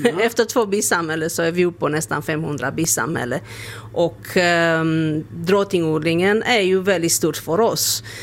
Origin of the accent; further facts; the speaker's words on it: Romania; now in Sweden; jag kommer från Rumänien själv